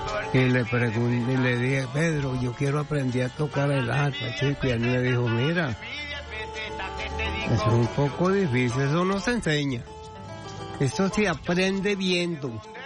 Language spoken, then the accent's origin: Spanish; Miranda, Venezuela; born there; also born or lived in southern Aragua; mi papá por ahí a los 12 años compró para acá, para el estado Miranda, y me trajo a los 12 años. Me crié ahí en Quiripital, en el estado Miranda.